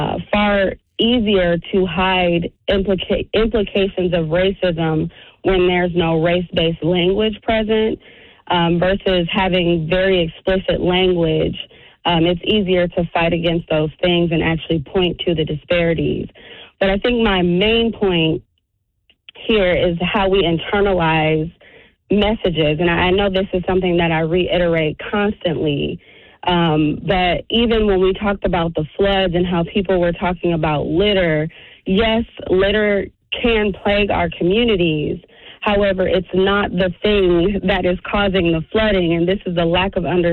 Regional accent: Milwaukee, Wisconsin, United States; I am from Milwaukee.

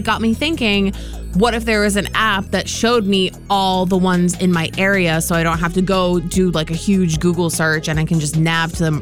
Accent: Saco, Maine, United States; So even in my hometown, there's these little hidden gems.

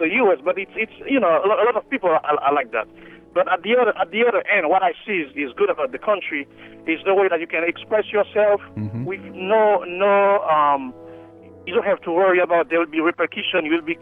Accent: Haiti; now in United States; I'm from Haiti.

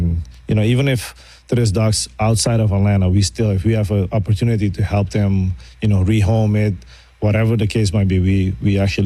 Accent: Curaçao; Yeah, so growing up in Curacao, my grandfather had 6 kois that we used to have in a koi, smaller koi pond.

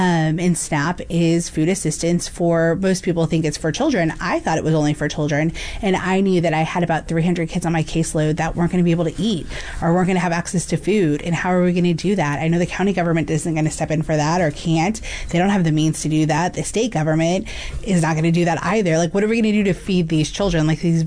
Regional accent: San Antonio, Texas, United States; So first and foremost, I'm definitely from San Antonio, born and raised here.

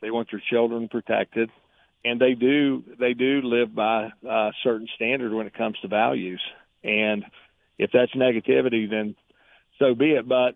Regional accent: Pax, West Virginia, United States; my hometown of Pax

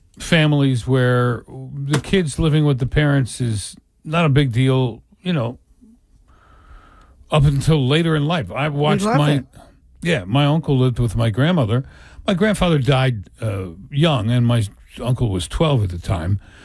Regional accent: Delran, New Jersey, United States; I lived behind a family that had four boys when I was growing up in Delran

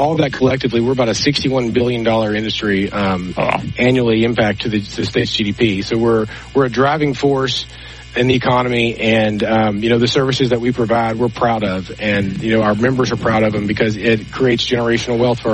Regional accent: Texas, United States; born there; now in Louisiana, United States; and frankly, I'm a Texan, you know, by birth, and I moved here 2 years ago and couldn't be happier.

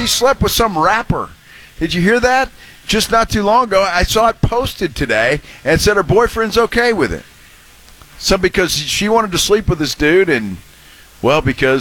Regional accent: Texas, United States; I'm from Allis, Texas.

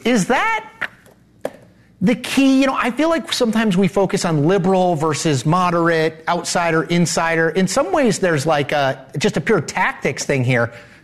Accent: Connecticut, United States; I'm from Connecticut.

